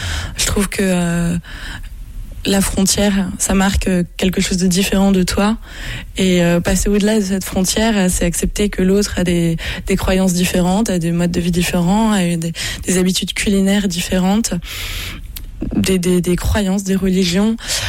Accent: France; en tant que Français en plus, on est très très privilégié

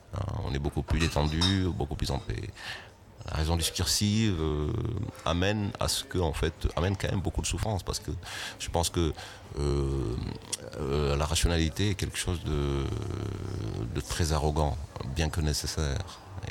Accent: Senegal; c'est un mot que j'entendais même pas parler chez moi au Sénégal

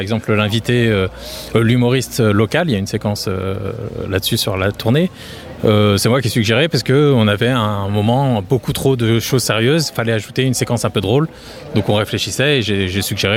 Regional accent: Lyon, Auvergne-Rhône-Alpes, France; Je viens de Lyon.

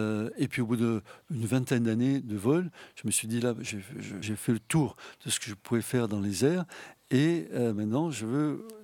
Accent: Toulouse, Occitanie, France; Et quand on est toulousain, on a envie de devenir pilote. C'était mon cas et c'était mon rêve.

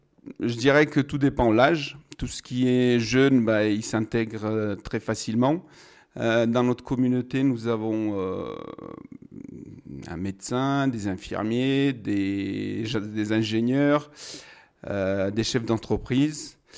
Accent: Kosovo; now in Saint-Étienne, France; je viens pas de Bosnie, je suis bosniaque du Kosovo.

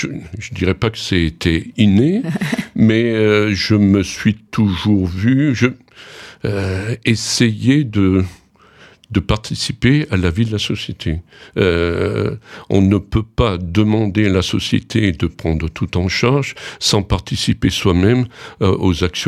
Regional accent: Colombier-le-Vieux, Auvergne-Rhône-Alpes, France; now in Romans-sur-Isère, France; Non, je suis de Colombier-le-Vieux, en Nord-Est

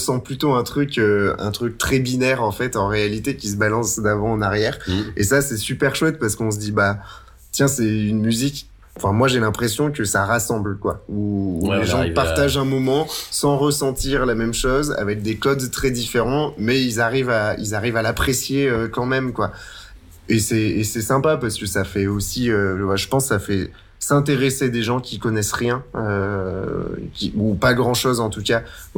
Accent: Saint-Étienne, Auvergne-Rhône-Alpes, France; En plus, on est stéphanois et on ose chanter en occitan.

